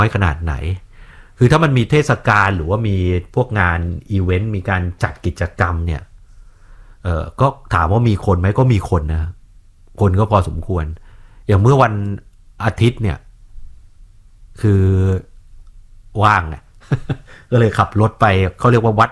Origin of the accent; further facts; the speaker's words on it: Bangkok, Thailand; เพราะว่าเราคนกรุงเทพอ่ะเราบางทีเราก็ต้องตามหน่อยใช่ไหมข่าวสารต่างๆ